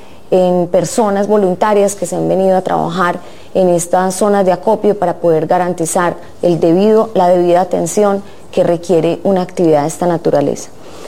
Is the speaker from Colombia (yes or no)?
yes; Colombia